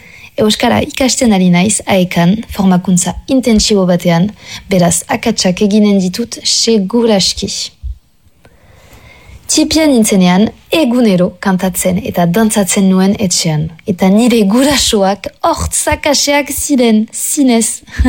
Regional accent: Ustaritz, Nouvelle-Aquitaine, France; Basque is a second language; ipare Euskal Herriko artista. Ustaritzekoa naiz, eta hogeita sortzi urte ditut.

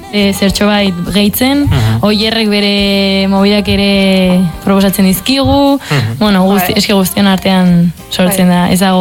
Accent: Puente la Reina, Navarre, Spain; Ni garezkoa

